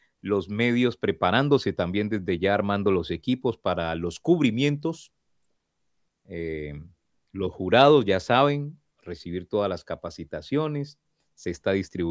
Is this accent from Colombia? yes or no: yes; Colombia